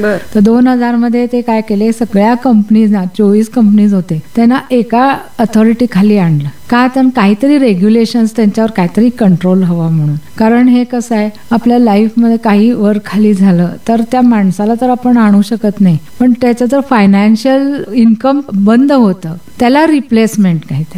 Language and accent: Marathi; Belagavi, Karnataka, India; मी मूळची बेळगावचीच, born brought up बेळगावचीच आहे आणि शिक्षण Divine Providence college, Gopate college, बी कॉम केलेलं आहे आणि माझी फॅमिली पण आता लग्न होऊन पण बेळगावातच आहे.